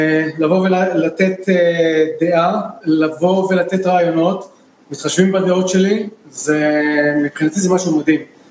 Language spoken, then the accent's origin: Hebrew; Netanya, Central District, Israel; מנתניה, לא נעריה.